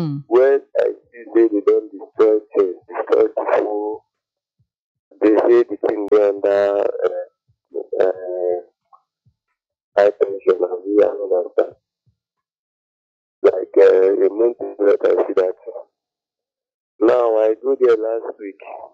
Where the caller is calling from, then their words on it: Ogun, Nigeria; Hello. I'm from Ogun State.